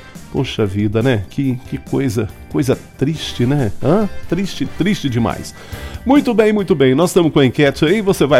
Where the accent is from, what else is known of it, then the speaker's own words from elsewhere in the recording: Minas Gerais, Brazil; moved away; perto lá da minha cidade, chama Tombos.